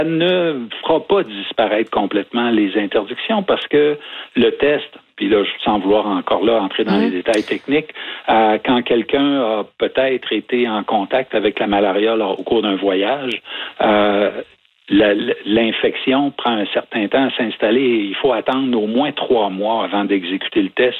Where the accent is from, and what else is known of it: Canada